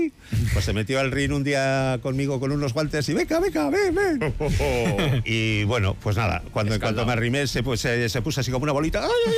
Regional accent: Errenteria, Basque Country, Spain; que era de mi pueblo, de Rentería

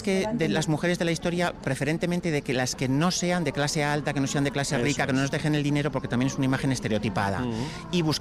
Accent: Treviño, Castile and León, Spain; soy de Treviño.

